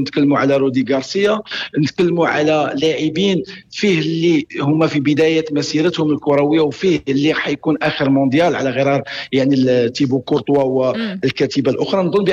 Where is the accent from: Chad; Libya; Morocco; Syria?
Morocco; احنا ربما كمغاربة